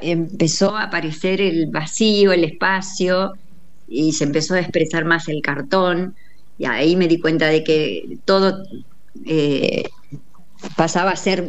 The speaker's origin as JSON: {"language": "Spanish", "town": "La Bulalle", "region": "Córdoba", "country": "Argentina", "tie": "born there", "said": "Yo soy cordobesa, pero sin acento porque vengo del sur. Nací en La Bulalle, provincia de Córdoba."}